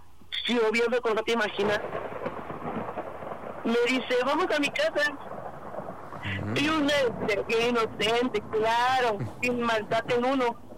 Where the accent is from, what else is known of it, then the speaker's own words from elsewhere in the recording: Xochimilco, Mexico City, Mexico; Tengo 20 años y estoy de aquí, de Xochimilco.